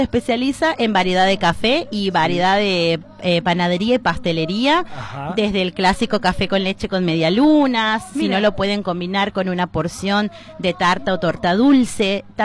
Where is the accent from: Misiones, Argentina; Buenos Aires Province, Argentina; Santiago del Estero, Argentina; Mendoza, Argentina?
Santiago del Estero, Argentina; Villa Atamisqui; Nosotras somos de Villa Tamisqui.